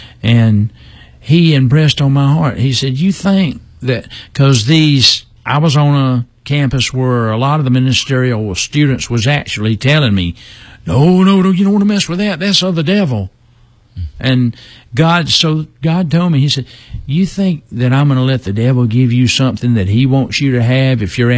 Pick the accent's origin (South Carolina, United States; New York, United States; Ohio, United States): South Carolina, United States; Beech Island; every church in Beach Island in my hometown